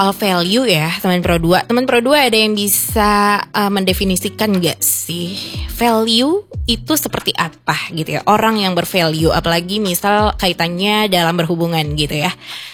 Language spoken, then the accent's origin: Indonesian; Jakarta, Indonesia; accent: Betawi; moved away as an adult; now in Manado, Indonesia; aku kan asli Jakarta gitu. Kalau ngomong mungkin ada yang notice ya, aku ngomongnya ada logat-logat Betawinya juga gitu kan.